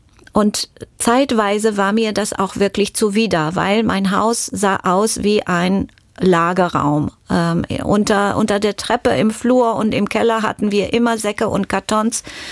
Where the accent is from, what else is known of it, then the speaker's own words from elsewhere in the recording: Romania; moved away; Natürlich gingen mir die Geschichten aus Rumänien und aus meiner Jugendzeit sehr nach.